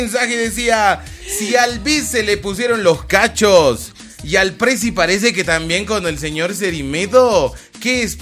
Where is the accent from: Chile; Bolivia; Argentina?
Bolivia; Sucre, Chuquisaca; Soy de Sucre